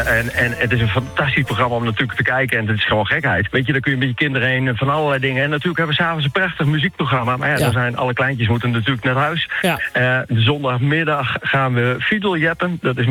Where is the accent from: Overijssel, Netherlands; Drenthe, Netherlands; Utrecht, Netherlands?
Drenthe, Netherlands; Assen; Ik kom uit Assen